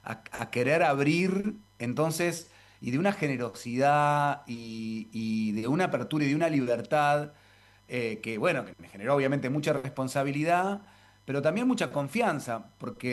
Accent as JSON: {"language": "Spanish", "country": "Argentina"}